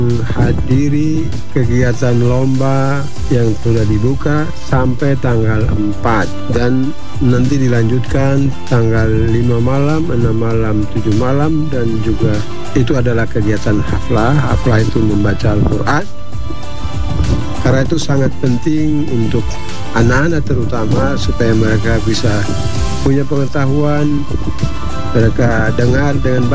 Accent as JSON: {"language": "Indonesian", "region": "Papua", "country": "Indonesia", "said": "Ada Islam, ada Protestan, dan ada Katolik. Itulah kita, orang Papua. Itulah kita, satu tungku, tiga batu."}